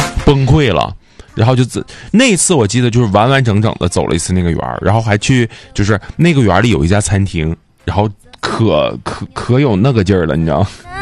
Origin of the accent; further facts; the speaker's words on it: Northeast China, China; 咱们东北人都有这个特点